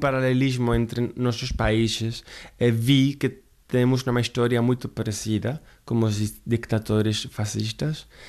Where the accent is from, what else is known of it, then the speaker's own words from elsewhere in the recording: Jaén, Andalusia, Spain; born there; Portuguese is a second language; Eu nasci numa terra de olivos, em Jaén, na Andaluzia. É a terra com mais oliveiras do mundo, 75% de oliveiras. É toda a minha família, uma família muito rural.